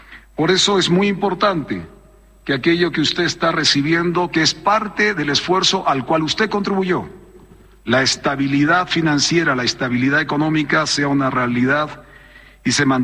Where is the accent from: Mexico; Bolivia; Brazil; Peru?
Bolivia; El esfuerzo que hagamos como bolivianos para estabilizar nuestra economía